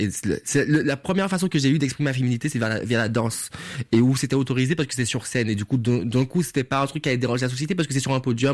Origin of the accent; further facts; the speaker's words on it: Macouba, Martinique; first language Martinican Creole; French is a second language; J'ai grandi au Makouba, Le Makouba, je sais que beaucoup de Martiniquais grincent des dents quand je dis le Makouba, parce que le Makouba, c'est une toute petite commune de la Martinique, c'est au Nord-Atlantique